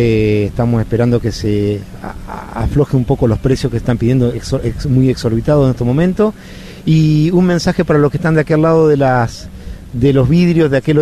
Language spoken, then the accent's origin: Spanish; Entre Ríos, Argentina; Ellos son buenos en el fútbol, nosotros somos campeones, somos de Entre Ríos, venimos a enseñarle a cebar mate.